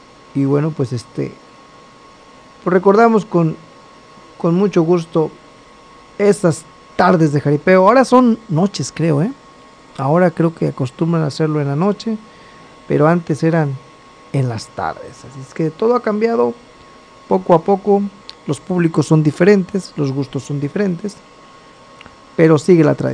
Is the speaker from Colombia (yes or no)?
no; Ciudad Altamirano, Guerrero, Mexico; aquí en Coyuca de Catalán. Yo soy de Altamirano.